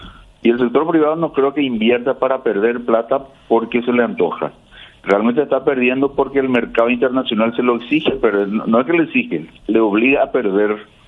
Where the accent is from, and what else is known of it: Paraguay